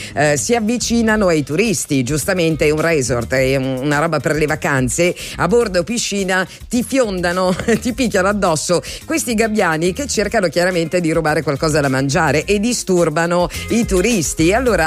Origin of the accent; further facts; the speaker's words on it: Apulia, Italy; essendo pugliesi